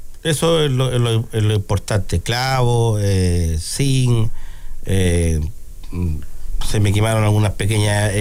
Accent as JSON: {"language": "Spanish", "town": "Curanilahue", "region": "Biobío", "country": "Chile", "said": "Yo soy de Curanilagüe, bueno, de tomo y lomo. Me encanta mi pueblo. Yo creo que voy a morir aquí."}